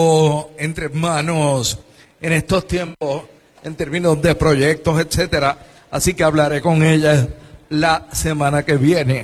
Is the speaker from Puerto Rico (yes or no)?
yes; San Juan, Puerto Rico; yo soy de Country Club, pero o sea, cerca de allí.